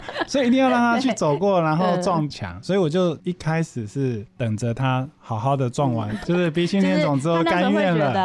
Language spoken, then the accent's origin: Chinese; Taipei, Taiwan; moved away as an adult; 因为我是台北人嘛就是30年的成长都在北部在都市